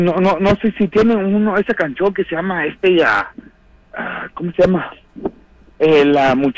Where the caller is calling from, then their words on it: Oaxaca, Mexico; first language Mixtec; Spanish is a second language; Nosotros somos de Ixtapec, Nieves, Oaxaca